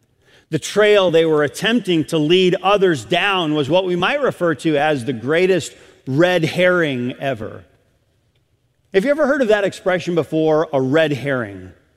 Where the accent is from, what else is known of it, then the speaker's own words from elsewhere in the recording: Adrian, Michigan, United States; when I was a kid growing up in Adrian, Michigan.